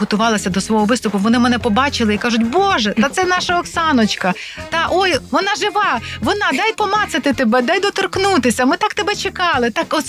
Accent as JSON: {"language": "Ukrainian", "town": "Ternopil", "region": "Ternopil Oblast", "country": "Ukraine", "tie": "born there", "said": "я народилася в Тернополі, захід України."}